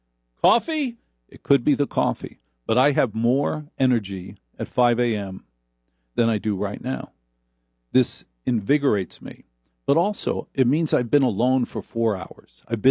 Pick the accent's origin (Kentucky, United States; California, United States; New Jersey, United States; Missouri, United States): New Jersey, United States; Newark; born there; Yeah, I was just born in Newark. I don't have an origin story. I was born in Newark, all right?